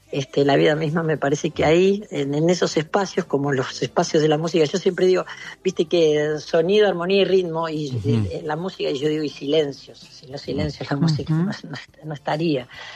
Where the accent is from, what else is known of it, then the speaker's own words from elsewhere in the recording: Buenos Aires, Argentina; born there; also born or lived in Mercedes, Buenos Aires Province; now in Córdoba, Argentina; yo nací en Mercedes, toda la familia por parte de mi mamá es de Mercedes, mis padres vinieron para Flores, para el barrio de Flores, sé que una mezcla del barrio de Flores y Mercedes, y íbamos todos los fines de semana y los veranos los pasaba en Mercedes